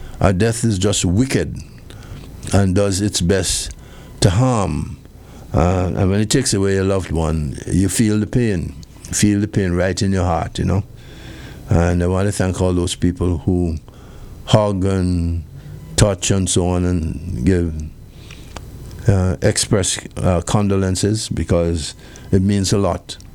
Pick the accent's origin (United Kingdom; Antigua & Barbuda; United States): Antigua & Barbuda